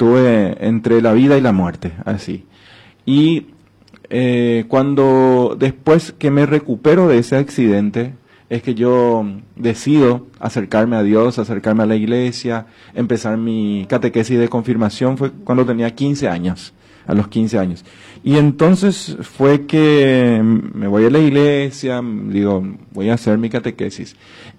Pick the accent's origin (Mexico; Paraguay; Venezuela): Paraguay; Pedro Juan Caballero, Amambay; yo soy de Pedro Juan Caballero